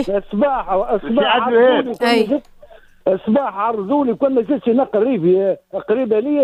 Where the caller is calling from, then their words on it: Tunisia; نتكلم فيك من منطقة راغب بقاريفية